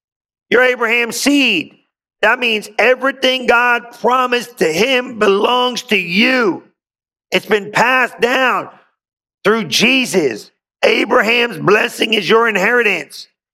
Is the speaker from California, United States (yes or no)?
yes; Lodi, California, United States; Somebody's like, where you from? I'm from Lodi.